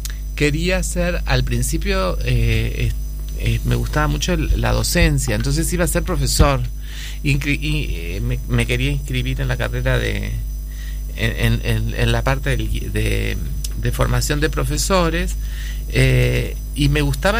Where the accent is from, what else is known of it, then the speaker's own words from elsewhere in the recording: Montevideo, Uruguay; Bueno, me crié en ese barrio, sí.